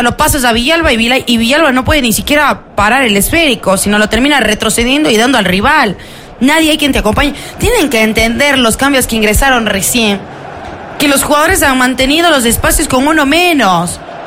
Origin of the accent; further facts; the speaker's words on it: Ecuador; no estoy hablando como ecuatoriana